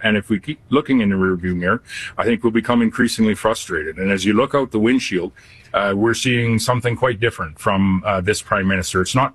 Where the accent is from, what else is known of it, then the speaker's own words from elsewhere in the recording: Canada; I'm not an Albertan, but I am a Canadian